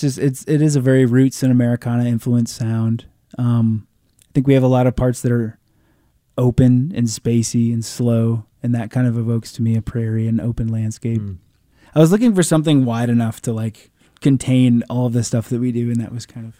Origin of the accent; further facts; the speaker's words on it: Iowa, United States; I mean, I'm from Iowa, so that I think is just, that's like, I think the best landscape, hands down.